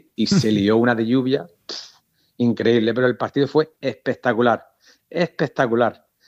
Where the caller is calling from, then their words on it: Baza, Andalusia, Spain; yo soy de Baza, en Granada